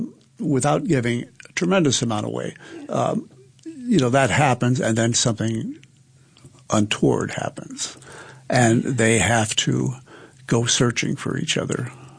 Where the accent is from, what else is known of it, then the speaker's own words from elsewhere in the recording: Nebraska, United States; And I grew up in Nebraska, and my relatives lived about 45 minutes from Lincoln